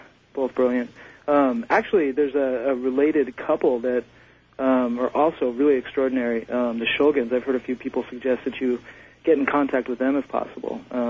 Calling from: Portland, United States; in Portland.

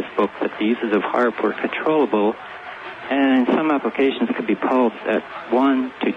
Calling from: Vancouver, British Columbia, Canada; I'm calling from Vancouver.

